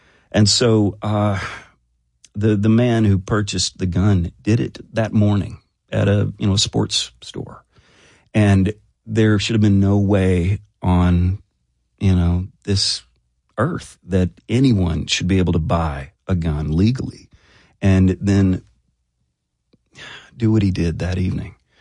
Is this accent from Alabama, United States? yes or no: yes; Alabama, United States; my grandparents were military, and I grew up in Alabama, and I'm from a very traditional background.